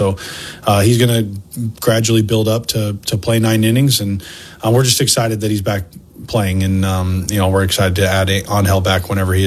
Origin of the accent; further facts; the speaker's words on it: California, United States; Maybe not since high school, growing up in California with the heat index and the smog.